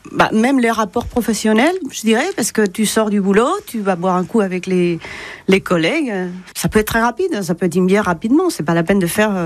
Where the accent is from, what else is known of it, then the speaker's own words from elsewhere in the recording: Burgos, Castile and León, Spain; French is a second language; moved away as an adult; now in France; Quand je retourne chez moi, à Burgos, ou chez mes parents maintenant